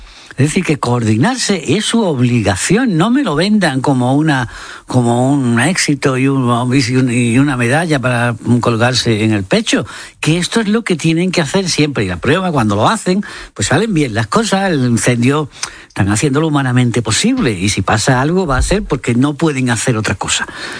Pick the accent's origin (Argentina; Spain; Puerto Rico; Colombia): Spain; Andalusia; Yo he crecido en la Vega de Carmona, un territorio donde hay mucho cereal y trigo y tal.